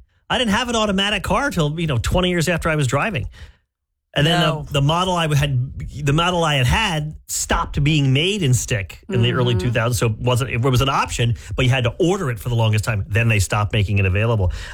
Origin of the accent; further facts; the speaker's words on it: Lebanon, Pennsylvania, United States; I grew up in Lebanon